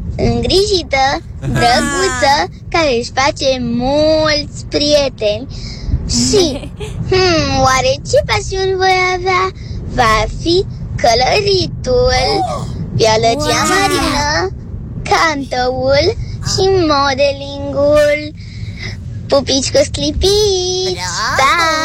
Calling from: Constanța, Constanța County, Romania; din Constanța, am aproape 7 ani

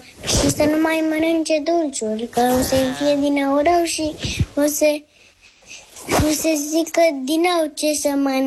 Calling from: Bacău, Bacău County, Romania; Am 6 ani jumate, sunt din Bacău

